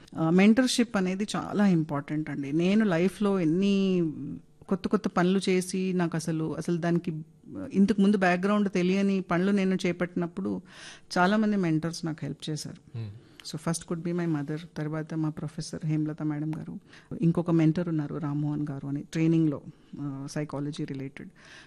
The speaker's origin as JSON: {"language": "Telugu", "town": "Hyderabad", "region": "Telangana", "country": "India", "said": "నాకు కొంచెం హిందీ వచ్చు హైదరాబాదీ కదా"}